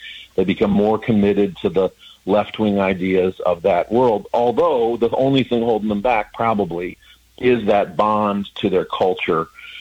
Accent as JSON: {"language": "English", "town": "Detroit", "region": "Michigan", "country": "United States", "tie": "born or raised there", "said": "I happen to be in Detroit today. I grew up in Detroit as a little kid."}